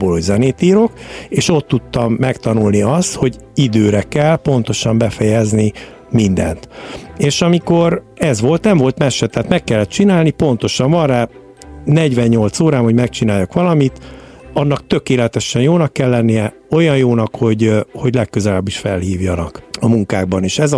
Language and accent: Hungarian; Hungary; moved away; also born or lived in United States; én Magyarországra születtem, magyar vagyok, és ezt senki nem tudja elvenni tőlem. Viszont én nagyon sokat töltöttem Amerikában is